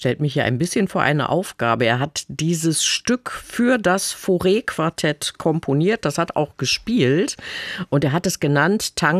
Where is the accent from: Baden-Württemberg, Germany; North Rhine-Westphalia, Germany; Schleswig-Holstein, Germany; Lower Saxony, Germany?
North Rhine-Westphalia, Germany; born there; was ich als gebürtige Westfälin wohl sagen darf.